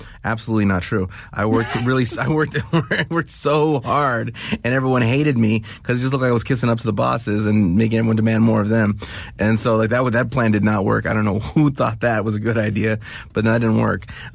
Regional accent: Los Angeles, California, United States; Well, you know, growing up in El Sereno, it was a very beautiful thing. It's a very wonderful, great neighborhood, very vibrant.

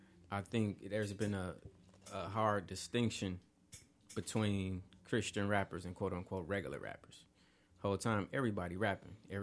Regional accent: Rantoul, Illinois, United States; now in Champaign, United States; Rantoul for middle school and high school, and I've been in Champaign ever since.

